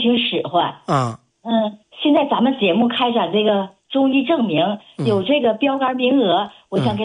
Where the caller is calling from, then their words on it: Siping, Jilin, China; 我们是吉林四平人。